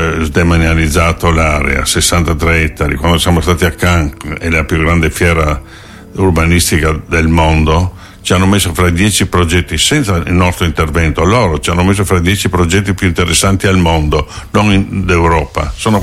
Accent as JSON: {"language": "Italian", "region": "Friuli-Venezia Giulia", "country": "Italy", "said": "Io sono friulano e amiamo particolarmente la nostra terra."}